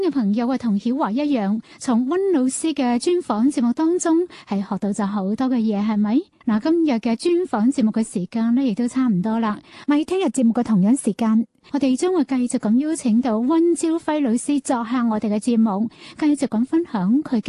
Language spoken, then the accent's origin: Cantonese; Lingnan, China; 嗯，亦都系我哋岭南人嘅特色。